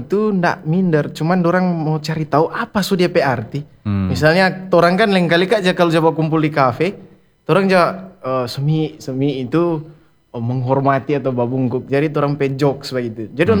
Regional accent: Langowan, North Sulawesi, Indonesia; Padahal sebenarnya kita bukan orang Manado, kita orang Langoan begitu.

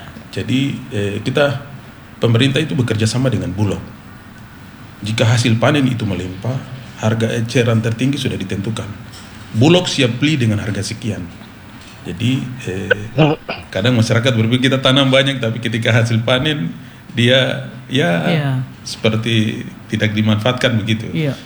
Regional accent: Papua, Indonesia; khususnya kita orang Papua

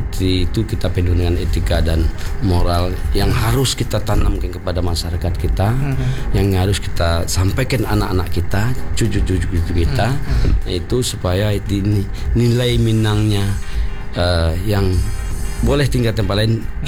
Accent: West Sumatra, Indonesia; moved away; Kita sebagai warga negari, sebagai orang Sumatera Barat

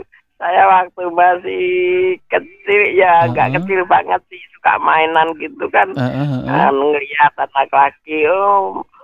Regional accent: Semarang, Central Java, Indonesia; moved away; kalau di Semarang dulu nyebutnya bentik.

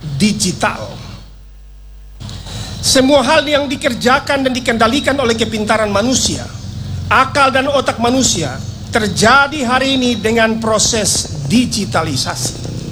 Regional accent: Jayapura, Papua, Indonesia; Yo, saya dari Jayapura, jadi saya bilang itu.

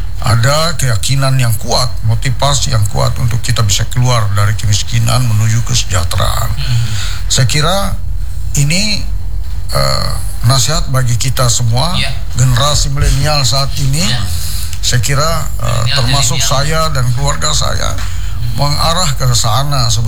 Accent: South Kalimantan, Indonesia; saya orang Hulu, ya hidup dengan kegetiran ekonomi, orang tua orang petani, nelayan, ibu hanya pedagang penjual wadai.

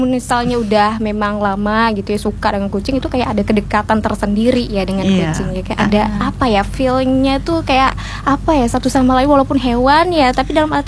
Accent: Pemangkat, West Kalimantan, Indonesia; now in Singkawang, Indonesia; Asal dari Pemangkat

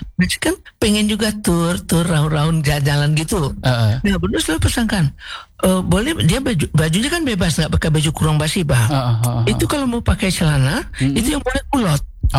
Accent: West Sumatra, Indonesia; Kalau kita Minang enggak pakai batik di bawah.

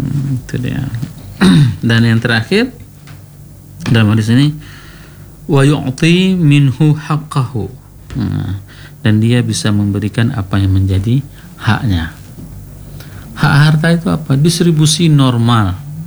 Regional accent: Aceh, Indonesia; Saya orang juga orang Sawang.

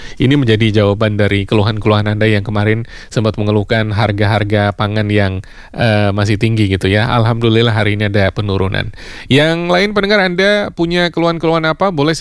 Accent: Brebes, Central Java, Indonesia; ini orang-orang Brebes ini, saya nih, daerah saya nih, penghasil bawang merah ya.

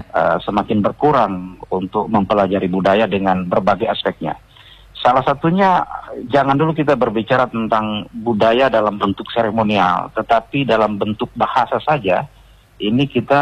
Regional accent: Gorontalo, Indonesia

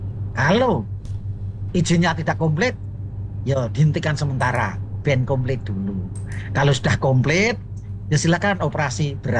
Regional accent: Gemolong, Central Java, Indonesia; itu saya orang Gemolong

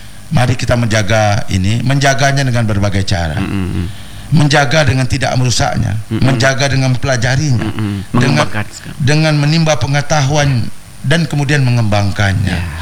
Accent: Bengkalis, Riau, Indonesia; Budaya kita Melayu yang ada di Bengkalis

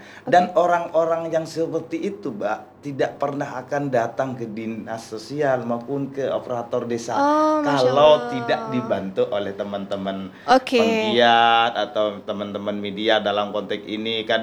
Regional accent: Sampang, Madura, East Java, Indonesia; di desa saya, di dampingan saya dulu waktu di Kedungdung di Pelenggan

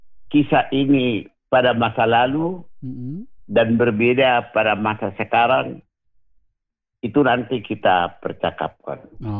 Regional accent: Porsea, North Sumatra, Indonesia; born there; seperti di daerah kelahiran saya, Porsea.

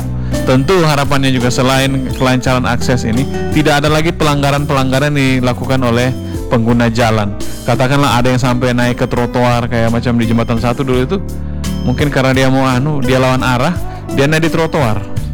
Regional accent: Palu, Central Sulawesi, Indonesia; kami warga Kota Palu

